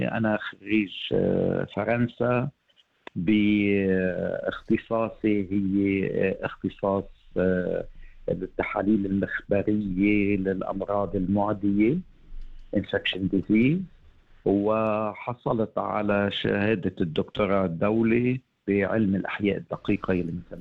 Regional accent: Lebanon; also born or lived in Côte d'Ivoire; من مواليد ساحل العاج، ولكن رجعت على لبنان بالوقت يلي أهلي كانوا بعدهم عم بيكافحوا من أجل بناء هذه العائلة.

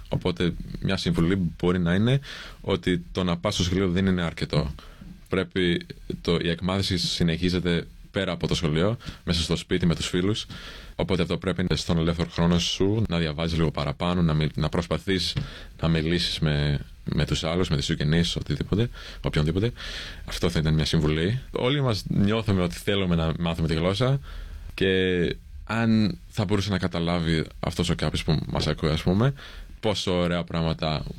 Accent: Australia

